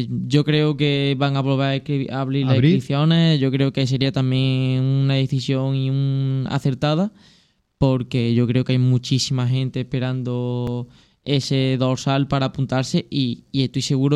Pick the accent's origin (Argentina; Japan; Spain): Spain; Andalusia; por mi tierra, de allí por el Valle de los Pedroches, Belalcázar, Hinojosa, etcétera.